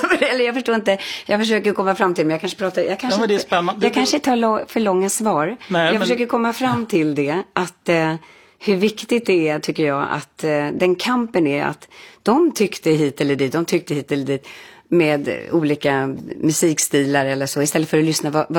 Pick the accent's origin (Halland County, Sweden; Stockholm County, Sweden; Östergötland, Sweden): Stockholm County, Sweden; Stockholm; Vår familj gjorde inte det. Vi kom ju från Stockholm och där lyssnade vi ju då på